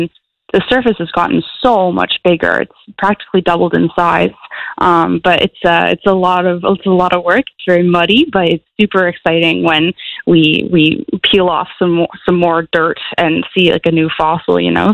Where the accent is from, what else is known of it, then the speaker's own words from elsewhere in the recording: Ontario, Canada; moved away; I'm originally from Ontario, but I really wanted to study this type of paleontology.